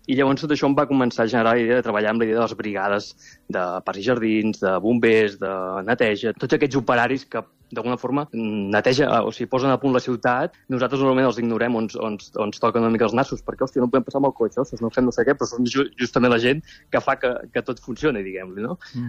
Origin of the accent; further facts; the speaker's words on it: Mataró, Catalonia, Spain; I jo, que sóc de Mataró i hem amat pirotècnia des de ben petit, i l'olor pólvora em transporta en un lloc molt maternal i molt nostàlgic i molt bonic